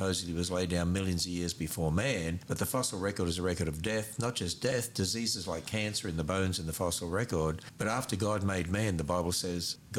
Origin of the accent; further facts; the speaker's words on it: Queensland, Australia; now in United States; You know what, I grew up in Australia, so that's my homeland. And we actually moved to the States in 1987.